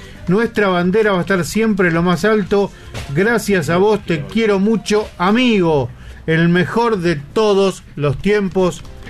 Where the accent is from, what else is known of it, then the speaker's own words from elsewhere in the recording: Argentina; como todo argentino, quiero decirte muchas, pero muchas gracias por todo lo que hiciste por nuestro país.